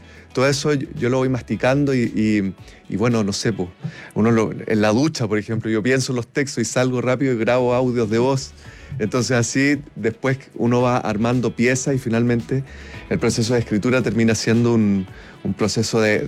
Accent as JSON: {"language": "Spanish", "town": "Concepción", "region": "Biobío", "country": "Chile", "said": "Y bueno, y Consuelo, yo crecí viéndola. Soy de Concepción"}